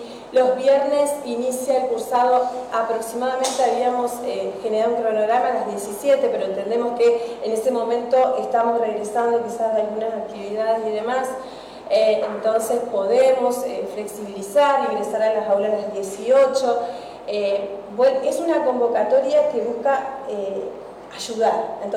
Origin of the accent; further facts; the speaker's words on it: Santa Fe, Argentina; lo que tenemos como santafesinos